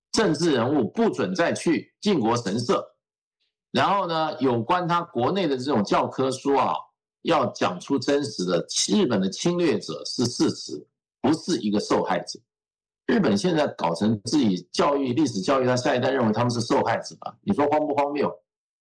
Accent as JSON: {"language": "Chinese", "country": "China"}